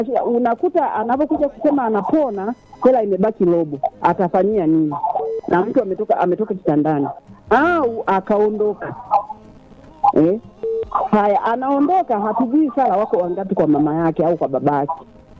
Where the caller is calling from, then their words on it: Iringa, Tanzania; natokea Mkwawa.